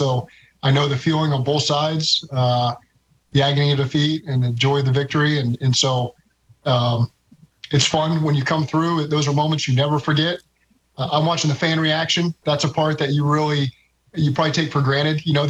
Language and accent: English; Oklahoma, United States; You know, I'm not from New York. I'm from Oklahoma